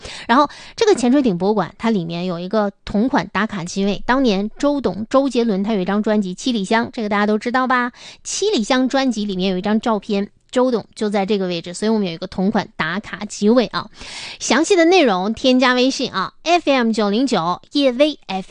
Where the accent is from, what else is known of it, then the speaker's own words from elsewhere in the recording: Harbin, Heilongjiang, China; 这真的是独属于我们东北人出境游的福利啊